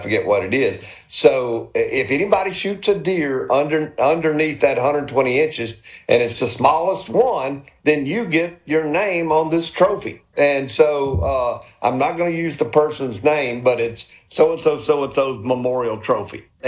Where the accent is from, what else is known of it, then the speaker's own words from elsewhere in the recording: Mississippi, United States; I grew up in Walthall County on a farm